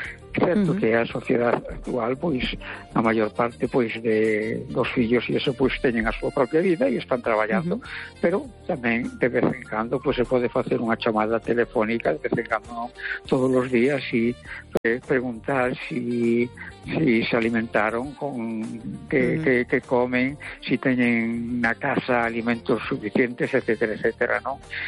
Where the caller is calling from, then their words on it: A Coruña, Galicia, Spain; Hola, buenas noches, Esther. … de Coruña.